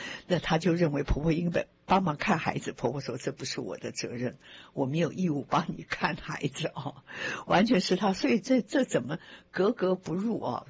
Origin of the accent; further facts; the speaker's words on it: Taiwan; moved away as an adult; now in United States; 因为我在台湾也是出生长大，然后到了美国呢也在这边工作或等等的哦。